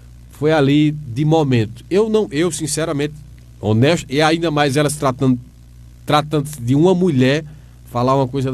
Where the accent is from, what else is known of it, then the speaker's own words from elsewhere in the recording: Caruaru, Pernambuco, Brazil; born there; eu também nasci em Caruaru.